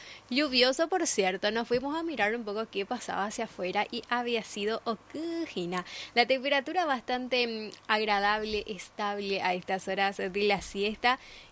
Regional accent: Paraguay; nuestra identidad como paraguayos.

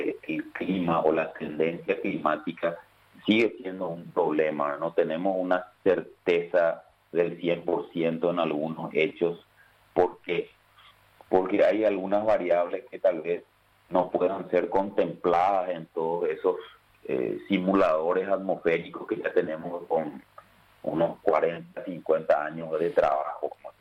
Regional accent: Paraguay; paraguayos somos muy particulares.

